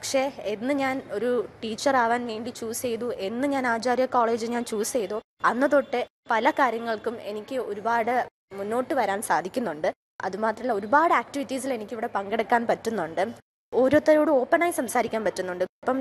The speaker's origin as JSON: {"language": "Malayalam", "town": "Thiruvananthapuram", "region": "Kerala", "country": "India", "tie": "born or raised there", "said": "ഞാൻ തിരുവനന്തപുരം സ്വദേശിനിയാണ്."}